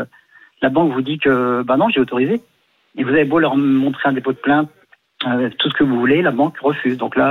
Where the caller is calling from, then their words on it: Saint-Maur, France; moi je suis à Saint-Maur